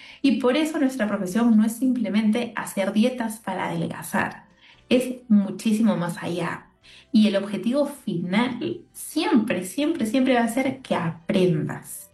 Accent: Peru

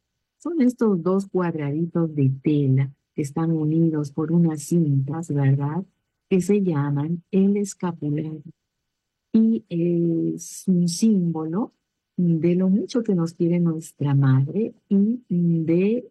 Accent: Peru; Decimos, somos peruanos.

